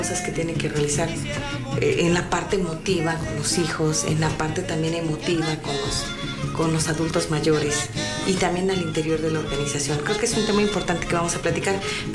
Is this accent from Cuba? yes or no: no; Mexico